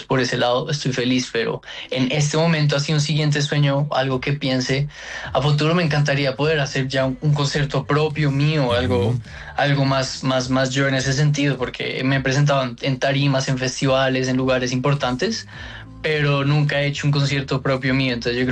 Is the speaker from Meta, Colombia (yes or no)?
no; Bogotá, Colombia; me crié aquí en Bogotá